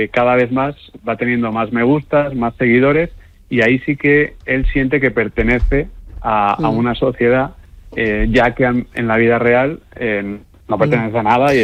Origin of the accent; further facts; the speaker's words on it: Alicante, Valencian Community, Spain; Además, Sonia y yo, claro, somos de Alicante.